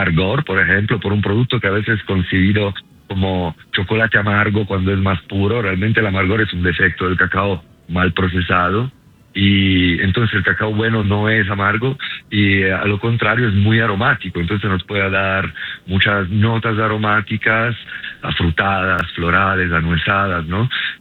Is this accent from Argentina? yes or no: no; Italy; accent: Italian; Spanish is a second language; pues por el acento, ¿no? Soy italiano